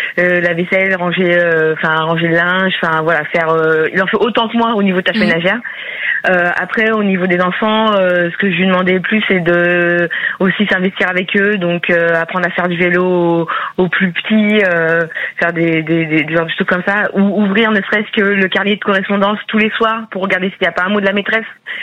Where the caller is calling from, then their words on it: Tours, Centre-Val de Loire, France; De Tours.